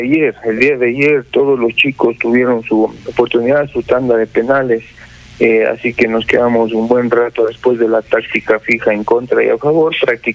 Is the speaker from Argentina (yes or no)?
no; Ecuador; nosotros que somos ecuatorianos